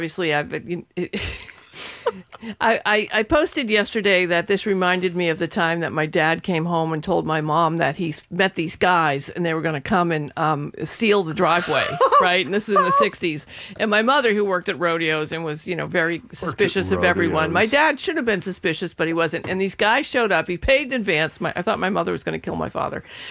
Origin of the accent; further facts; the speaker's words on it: Revere, Massachusetts, United States; growing up in Revere, and because we were next to the train tracks and there were all this Massport, occasionally we would get money to upgrade our little shack that we lived